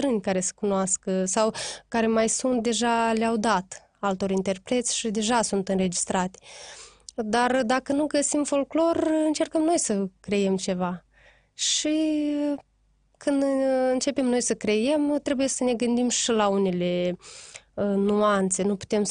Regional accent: Moldova; țin cont și de zona noastră, că suntem din Moldova, din Basarabia, nu încerc să mă duc în alte zone din România.

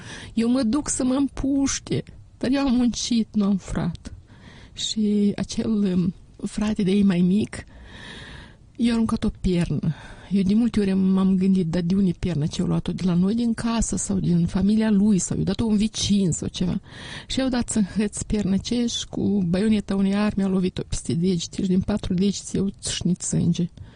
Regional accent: Chirileni, Ungheni District, Moldova; au smuls covorul de perete la noi, la satul meu, Chirileni Ungheni, de unde sunt eu.

